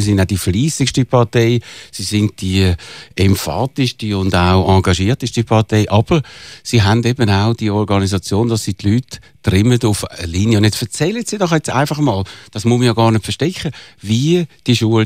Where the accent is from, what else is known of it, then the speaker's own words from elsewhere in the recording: Switzerland; Also ich wähle jetzt nicht SVP, bin ich da damit kein Schweizer?